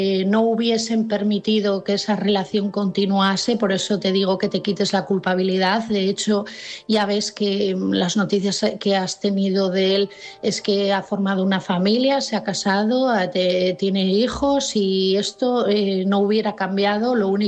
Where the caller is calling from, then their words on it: Asturias, Spain; de Asturias